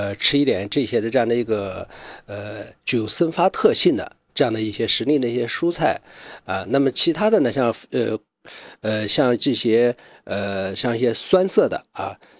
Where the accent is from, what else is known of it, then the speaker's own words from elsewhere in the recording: Northeast China, China; 像咱们东北人比较有特色的刺棱芽。